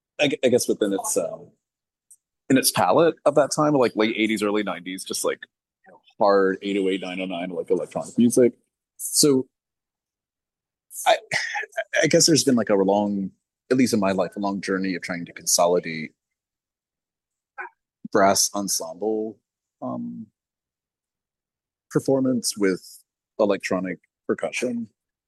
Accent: Birmingham, Alabama, United States; moved away as an adult; also born or lived in Florence, Alabama; now in New York, United States; growing up in Birmingham was I mean, it's home. I spent my entire life there. I didn't leave until I was 23 when I moved to New York. And then briefly, I spent some time in Florence, Alabama for college, which is like maybe 2.5 hour drive away.

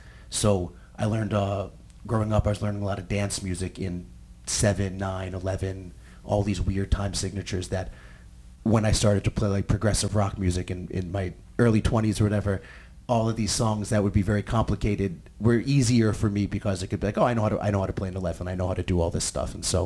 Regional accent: New York City, New York, United States; luckily growing up in New York City, I was able to play some Balkan weddings

